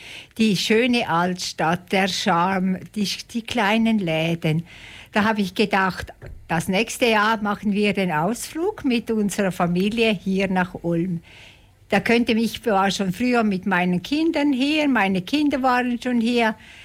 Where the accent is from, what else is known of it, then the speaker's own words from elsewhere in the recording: Switzerland; Wir kommen aus dem Tessin, aus dem Kanton Zürich, aus dem Kanton St. Gallen, aus dem Kanton Bern.